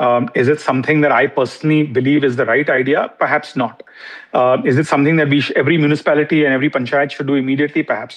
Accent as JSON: {"language": "English", "country": "India", "said": "as an Indian, as a citizen first"}